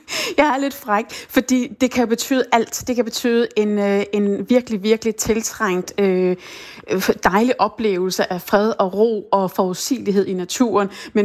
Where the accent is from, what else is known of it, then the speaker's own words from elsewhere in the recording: Bornholm, Capital Region of Denmark, Denmark; hvis jeg ikke har opdaget det som bornholmer